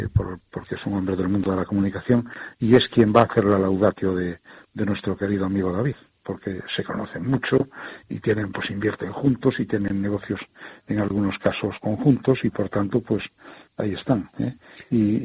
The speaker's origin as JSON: {"language": "Spanish", "region": "Galicia", "country": "Spain", "moved": "yes", "lives_now": "Madrid, Spain", "said": "nosotros como gallegos, aunque estemos en Madrid, igual somos gallegos, vivimos mirando para Galicia siempre."}